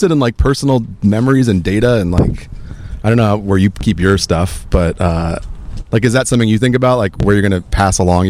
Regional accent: California, United States; I grew up in California.

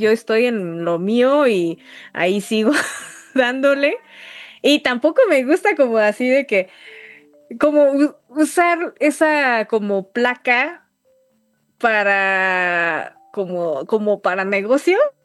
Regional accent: Japan; moved away

